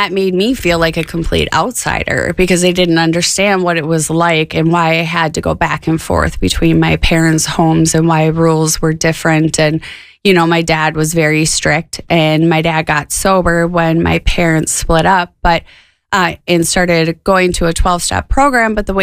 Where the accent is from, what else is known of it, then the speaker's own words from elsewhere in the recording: Minneapolis, Minnesota, United States; Well, I grew up in the Twin Cities of Minneapolis, and I have three siblings.